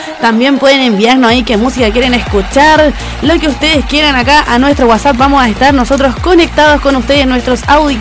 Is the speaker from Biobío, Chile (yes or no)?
yes; Hualqui, Biobío, Chile; Para la gente que no me conoce, soy de Hualqui